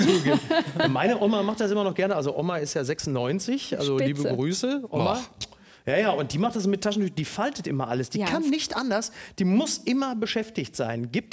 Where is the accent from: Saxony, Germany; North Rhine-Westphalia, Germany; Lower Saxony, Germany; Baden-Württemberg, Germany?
North Rhine-Westphalia, Germany; Recklinghausen; Du kommst ja aus Unna, ich komme aus Recklinghausen